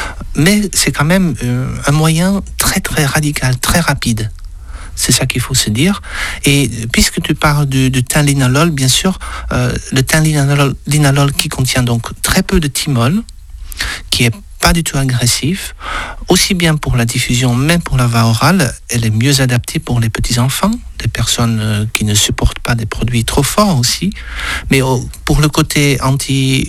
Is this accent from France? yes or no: yes; Le Pompidou, Occitanie, France; Et bien sûr, chez nous, au Pompidou.